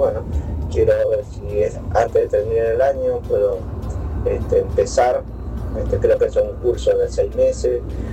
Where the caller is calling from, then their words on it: Monte Grande, Buenos Aires Province, Argentina; de Monte Grande.